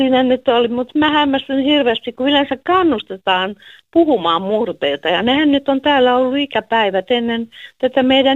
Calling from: Karelia, Finland; Mä oon karjalainen ja hän on savolainen.

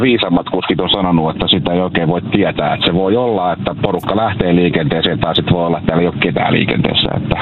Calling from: Heinola, Päijät-Häme, Finland; Heinolassa.

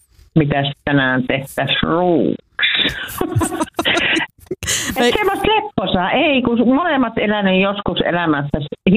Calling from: Lohja, Uusimaa, Finland; täällä Lohjan sammatissa

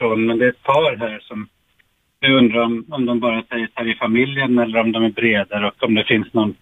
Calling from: Sweden; Jag är helt rikssvensk och håller till här på sommarna

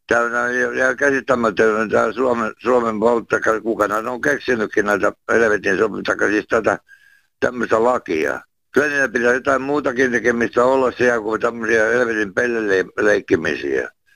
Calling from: Tampere, Pirkanmaa, Finland; Ollaan Tampereelta.

